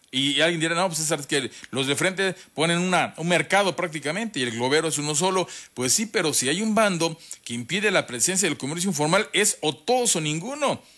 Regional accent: Mexico

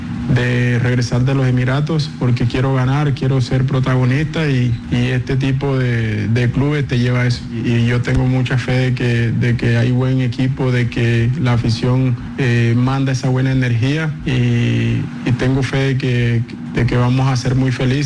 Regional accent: Tierralta, Córdoba, Colombia; soy de Tierra Alta, un pueblo cercano a Montería, que es la capital de Córdoba, y muy cerca a toda la costa Caribe, Cartagena, Barranquilla.

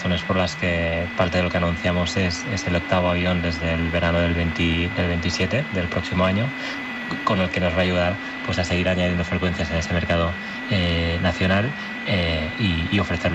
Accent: Barcelona, Catalonia, Spain; Yo soy de Barcelona, entonces tengo algo por Barcelona.

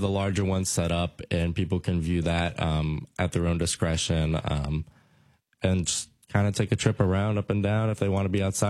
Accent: Bolingbrook, Illinois, United States; I'm from Bolingbrook, Illinois, so in the southwest suburbs of Chicago.

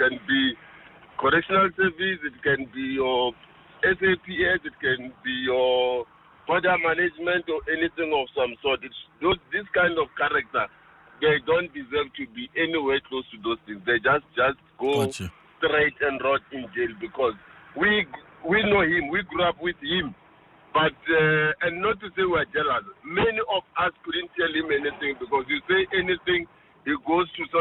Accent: South Africa; what I want to start with now is to appreciate as a South African and commend that dealership.

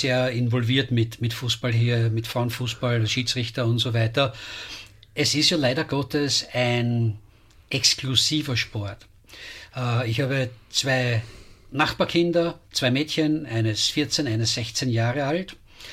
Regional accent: Vienna, Austria; Als echter Wiener bin ich ein Bayern-München-Fan.

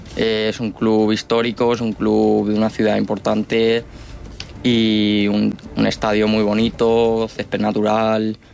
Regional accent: Valencian Community, Spain; como soy de Villar, pues me pilla cerquita

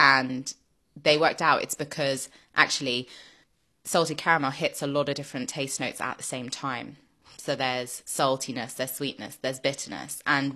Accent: Paris, Île-de-France, France; which is also in the book because I grew up in Paris

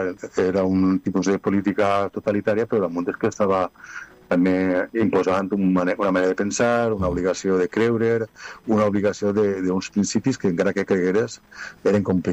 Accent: Agullent, Valencian Community, Spain; now in Canals, Spain; Jo sóc d'Agullent, ho sabeu massa bé, visc a Canals i he treballat tota la vida en Ontinyent

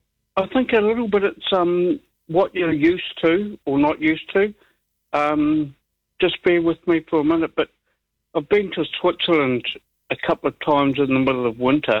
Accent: Katikati, Bay of Plenty, New Zealand; I was in my hometown of Katikati today

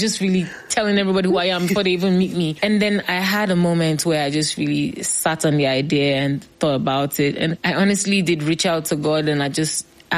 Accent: Nigeria; We come from Nigeria now. Who wants to be a musician?

